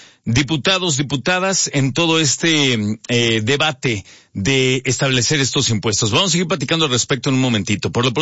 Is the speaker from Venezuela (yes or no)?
no; Mexico